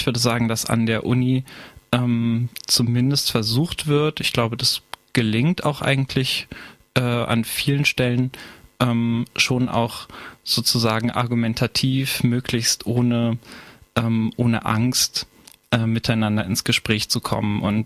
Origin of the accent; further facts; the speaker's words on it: Berlin, Germany; moved away as an adult; Ich bin in Kreuzberg aufgewachsen, habe auch eine Zeit lang in Spandau gewohnt